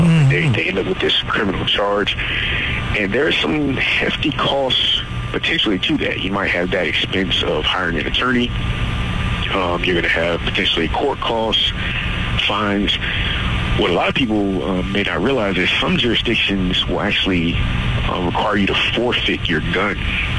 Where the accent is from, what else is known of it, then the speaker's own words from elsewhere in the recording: Chesapeake, Virginia, United States; also born or lived in Portsmouth, Virginia; I'm born and raised, actually I was born in Portsmouth, but raised in Chesapeake. I graduated from Indian River High School.